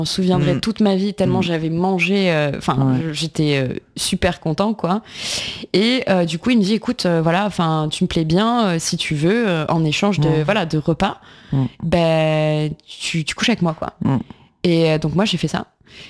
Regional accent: Marseille, Provence-Alpes-Côte d'Azur, France; moved away; enfin je venais de Marseille moi, donc je débarquais à Paris

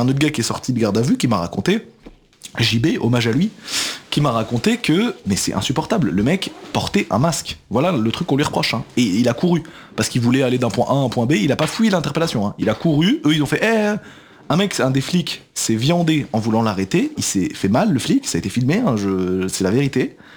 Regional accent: Belgium; now in Paris, France

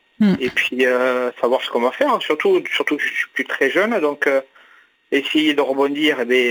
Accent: South-West France, France; accent: south-western; du sud-ouest.

